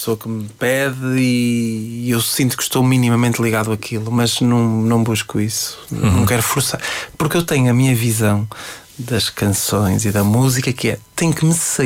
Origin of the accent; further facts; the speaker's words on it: Fafe, Norte, Portugal; Sabes que eu sou de Faf. Faf já é perto de Vila Real. Já quase Vila Real.